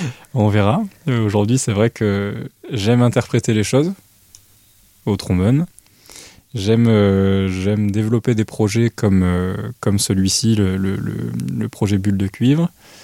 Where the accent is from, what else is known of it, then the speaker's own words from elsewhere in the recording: Grand Est, France; Donc Vosgien d'origine, je suis venu à Troyes pour faire la classe CHAM